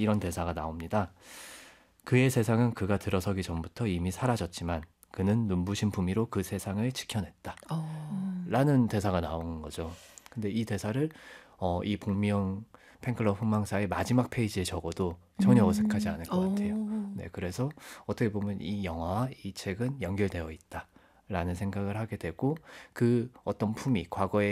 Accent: Gyeongsang, South Korea; moved away; 그 경상도 그 저희가 살던 고향에

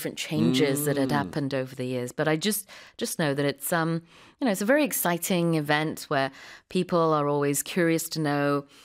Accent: England, United Kingdom; born there; moved away

